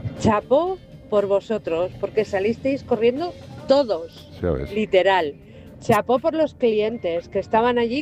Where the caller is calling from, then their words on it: Leganés, Community of Madrid, Spain; de Leganés.